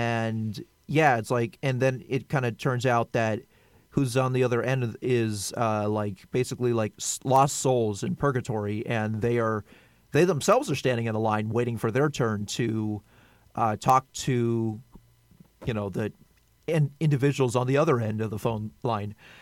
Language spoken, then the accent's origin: English; United States; maybe I'm biased because I'm American